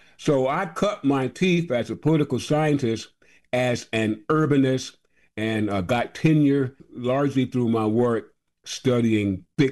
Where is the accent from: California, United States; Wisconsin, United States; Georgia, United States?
Georgia, United States; Savannah; Born and raised in Savannah, Georgia. In fact, John, I went to college down in Savannah. I was a commuter student. I stayed home with my mom and dad